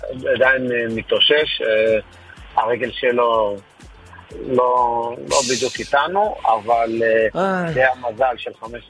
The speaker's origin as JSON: {"language": "Hebrew", "town": "Jerusalem", "region": "Jerusalem District", "country": "Israel"}